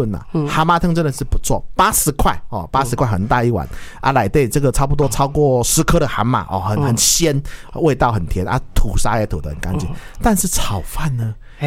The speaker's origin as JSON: {"language": "Chinese", "country": "Taiwan", "said": "可能是我们台湾人不喜欢这个口味啦"}